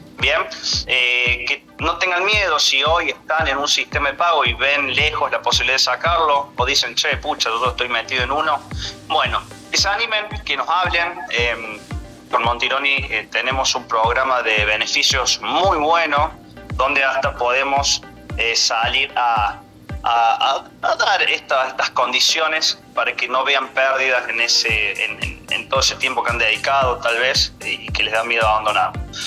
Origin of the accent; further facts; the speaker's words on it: Villa Dolores, Córdoba, Argentina; now in Córdoba, Argentina; Yo soy oriundo de Villa Dolores también. Hace muchos años me vine aquí a Córdoba.